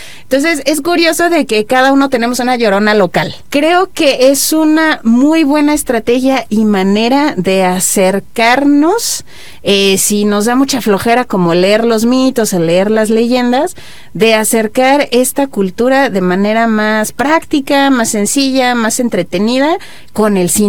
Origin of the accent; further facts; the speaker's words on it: Mexico; todos como mexicanos